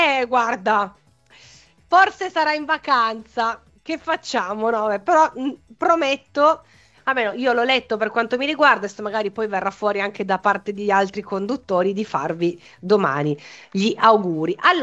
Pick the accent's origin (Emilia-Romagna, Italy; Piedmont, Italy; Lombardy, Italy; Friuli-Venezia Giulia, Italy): Piedmont, Italy; Turin; torinese, doc.